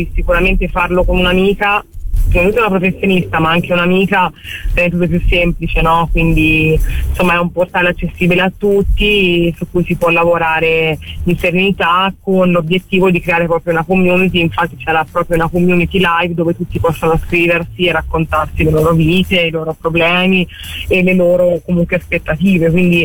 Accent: Florence, Tuscany, Italy; io sono cresciuta a Firenze e io volevo finire la carriera a Firenze

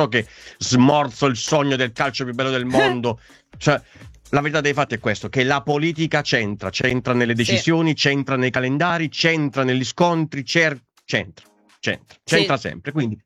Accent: Southern Italy, Italy; Non ti do gli auguri, perché da buon terrone ti dico porta male

